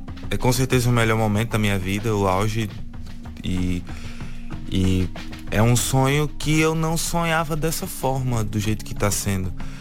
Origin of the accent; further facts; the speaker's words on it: Maceió, Alagoas, Brazil; mas também levar a música e os recursos do mundo para Maceió também. Levar o meu conhecimento para a minha terra.